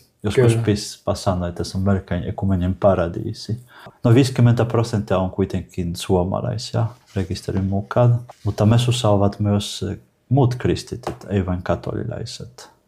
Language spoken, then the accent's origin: Finnish; Poland; Finnish is a second language; moved away as an adult; now in Finland; No, Puola oli katolinen, kun mä lähtin sillä 14 vuotta sitten. Mä kotoisin pienestä kylästä, jossa on vain noin 1000 asukasta ja kaikki ovat katolilaisia.